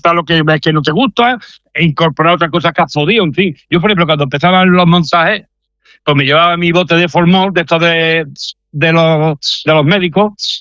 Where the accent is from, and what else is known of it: Córdoba, Andalusia, Spain; born or raised there; moved away as an adult; now in Logroño, Spain